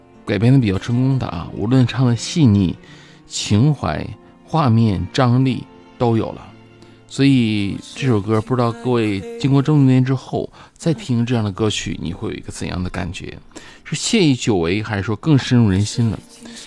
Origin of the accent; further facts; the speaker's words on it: Harbin, Heilongjiang, China; 作为土生土长的哈尔滨人